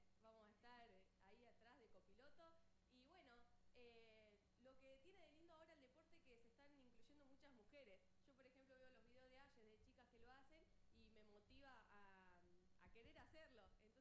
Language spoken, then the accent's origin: Spanish; Venado Tuerto, Santa Fe, Argentina; nosotros venimos desde Venado Tuerto, Santa Fe, 16 horas de viaje